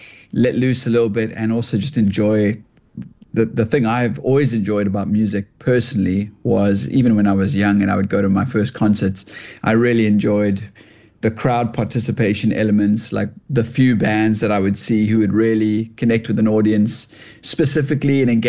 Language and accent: English; Cape Town, Western Cape, South Africa; I'm from Cape Town, so we have, I suppose, as close to just epic landscapes here